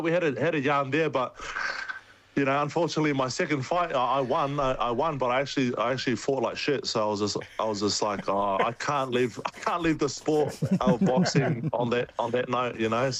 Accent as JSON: {"language": "English", "town": "Upper Hutt", "region": "Wellington", "country": "New Zealand", "said": "You know, Renz is a family friend. You know, he's from Upper Heart. I'm from Upper Heart."}